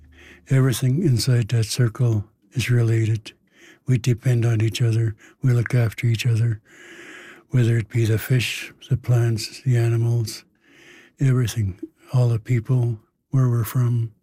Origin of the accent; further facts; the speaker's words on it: Ahousaht, British Columbia, Canada; now in Victoria, Canada; I am from Ahuset. It's up past Tofino, 12 miles past Tofino.